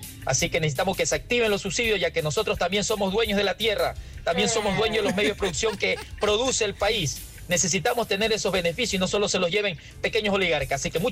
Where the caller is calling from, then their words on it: Durán, Guayas, Ecuador; Aquí saludándolos desde Durán, haciendo Uber.